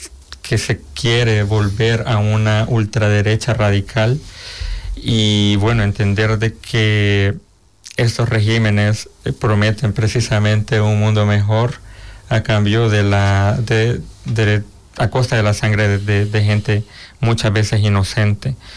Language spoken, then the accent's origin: Spanish; El Salvador; moved away as an adult; now in Spain; digo que soy de El Salvador